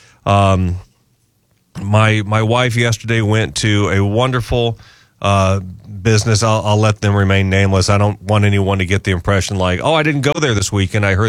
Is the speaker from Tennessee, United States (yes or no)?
no; Omaha, Nebraska, United States; since I've been back here in my hometown of Omaha on this radio station for the last 20 years